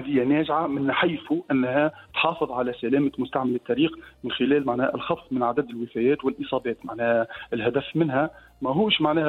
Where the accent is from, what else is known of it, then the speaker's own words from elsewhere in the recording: Tunisia; احنا الرادار اللي موجود عندنا في تونس